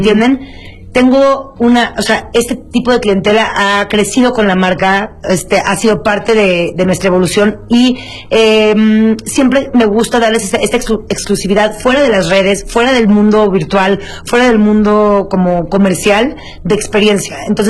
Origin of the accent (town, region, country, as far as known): San Luis Potosí, Mexico; also born or lived in London; now in Mexico City, Mexico